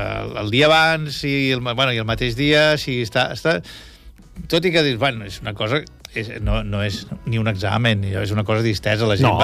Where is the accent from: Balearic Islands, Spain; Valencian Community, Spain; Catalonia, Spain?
Catalonia, Spain; L'Hospitalet de Llobregat; also born or lived in Barcelona; now in Calafell, Spain; Jo vaig néixer vaig néixer a Barcelona a la maternitat, però soc fill d'Hospitalet de Llobregat.